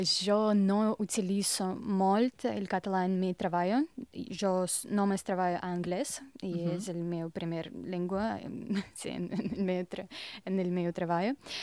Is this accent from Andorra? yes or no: no; Russia; Catalan is a second language; moved away as an adult; now in Spain; soc de Rússia